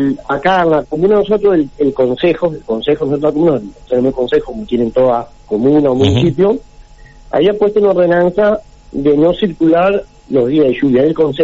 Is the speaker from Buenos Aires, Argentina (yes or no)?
no; Parera, La Pampa, Argentina; yo soy de Parera